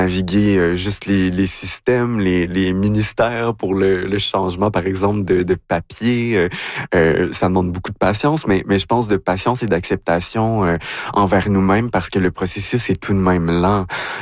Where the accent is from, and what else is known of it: Quebec, Canada; moved away